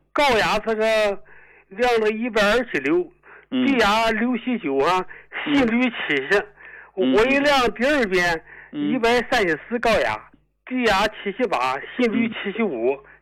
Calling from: Yantai, Shandong, China; 我是烟台的。

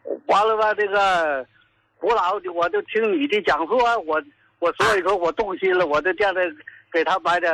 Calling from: Qinhuangdao, Hebei, China; 我老爸和我们都是秦皇岛的人士。

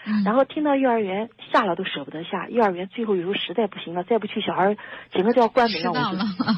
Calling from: Nanjing, Jiangsu, China; 我是南京的一名听众。我今年是47岁，

